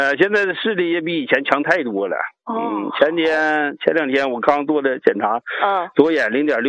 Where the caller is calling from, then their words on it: Harbin, Heilongjiang, China; 张主任，我家是哈尔滨的。